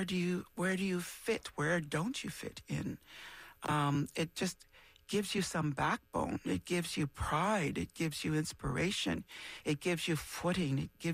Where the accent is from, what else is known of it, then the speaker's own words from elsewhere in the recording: Temagami, Ontario, Canada; when I grew up in Tomogamy, in Northern Ontario